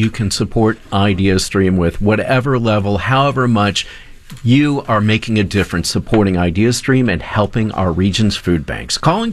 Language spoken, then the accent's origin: English; Hudson, Ohio, United States; In my hometown, Hudson.